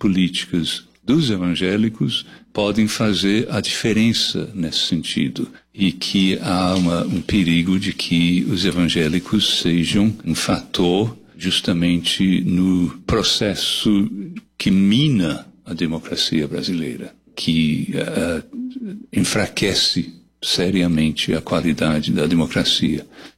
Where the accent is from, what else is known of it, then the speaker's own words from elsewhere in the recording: England, United Kingdom; Portuguese is a second language; moved away as an adult; now in Brazil; Eu nasci na Inglaterra, nascido e criado na Inglaterra. Eu moro no Brasil desde 1976, então 50 anos.